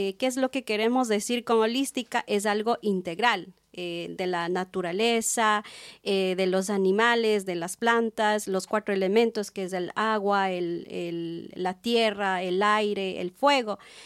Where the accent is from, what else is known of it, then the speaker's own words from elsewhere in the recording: Chimborazo, Ecuador; soy de Ecuador, de Pueblo Puruá, de la provincia de Chimborazo.